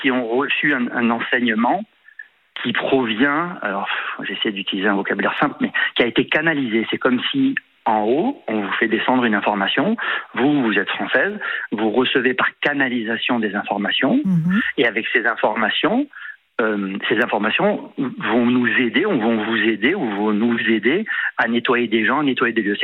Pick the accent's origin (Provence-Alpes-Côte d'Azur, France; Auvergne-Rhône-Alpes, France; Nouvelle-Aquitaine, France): Provence-Alpes-Côte d'Azur, France; Aix-en-Provence; après moi je viens de Aix-en-Provence au départ.